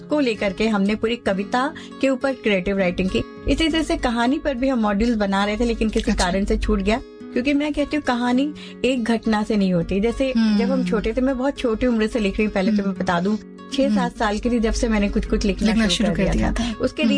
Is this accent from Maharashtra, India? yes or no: yes; Mumbai, Maharashtra, India; क्योंकि जैसे मैं बॉम्बे से हूँ